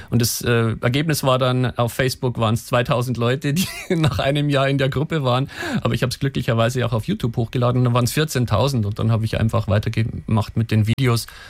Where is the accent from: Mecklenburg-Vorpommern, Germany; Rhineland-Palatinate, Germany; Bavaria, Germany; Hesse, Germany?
Bavaria, Germany; wir sind relativ schnell beim Du in Bayern